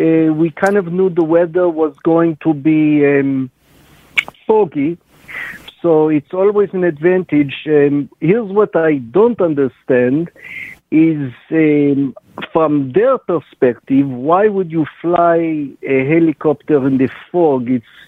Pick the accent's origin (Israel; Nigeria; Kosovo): Israel; English is a second language; No, I am from Israel, and I live in a small little town, Givat Machshev